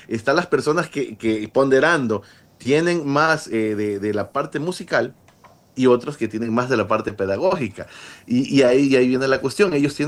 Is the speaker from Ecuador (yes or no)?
yes; Ecuador; Soy el primer ecuatoriano como artista principal en la historia nominado al Grammy americano